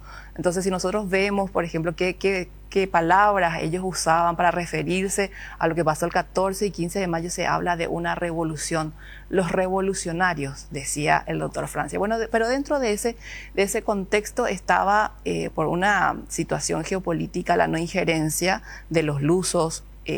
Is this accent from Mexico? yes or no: no; Paraguay